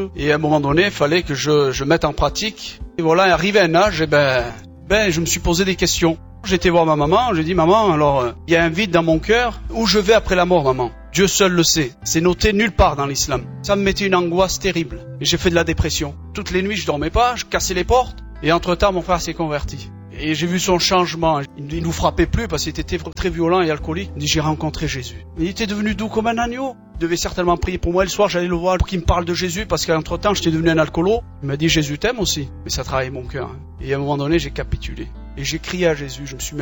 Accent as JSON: {"language": "French", "country": "Algeria", "said": "Je suis algérien, on est issu d'une famille nombreuse, 14 frères et sœurs. On nous a appris, par rapport à notre religion, à connaître Dieu."}